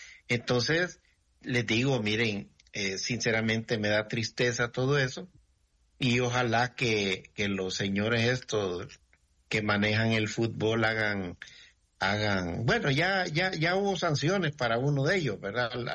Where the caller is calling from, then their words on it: El Salvador; nosotros como salvadoreños que somos